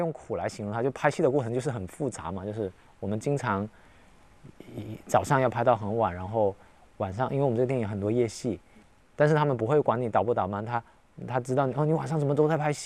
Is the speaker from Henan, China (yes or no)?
no; Guangdong, China; 我去到不同国家，我是会换着口音跟不同的潮汕人交流的，